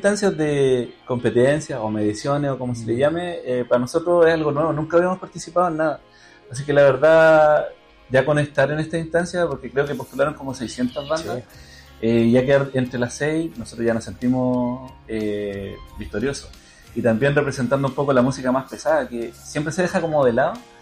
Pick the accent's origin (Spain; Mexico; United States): Mexico; Tehuacán, Puebla; Somos de Tehuacán, un pueblo muy chiquitito, y la magia de la música nos tiene acá.